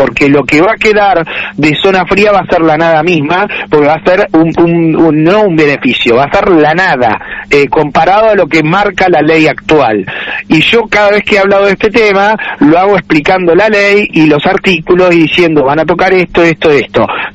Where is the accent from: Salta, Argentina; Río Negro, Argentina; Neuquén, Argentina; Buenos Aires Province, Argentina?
Buenos Aires Province, Argentina; Punta Alta; La nafta le sale entre un 15 y un 20% más barato que a nosotros los puntaltenses.